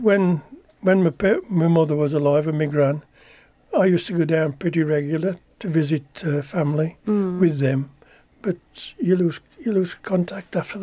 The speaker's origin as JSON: {"language": "English", "region": "West Midlands", "country": "United Kingdom", "tie": "born there", "also_born_or_lived": "Wales", "said": "Yeah, my dad was in the RAF and mother was Welsh. So I was born in Hollyhall, but mother went back to her family in Wales while the old man was in the serving. And we come back up in 46, 47. We were in prefabs, and the winter 47, I was 5 years old."}